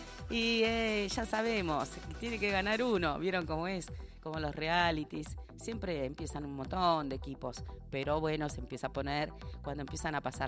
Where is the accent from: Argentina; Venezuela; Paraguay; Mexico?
Argentina; Somos así los argentinos